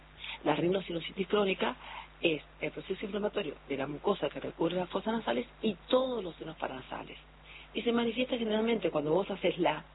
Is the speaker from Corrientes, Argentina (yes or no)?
yes; Bella Vista, Corrientes, Argentina; now in Buenos Aires, Argentina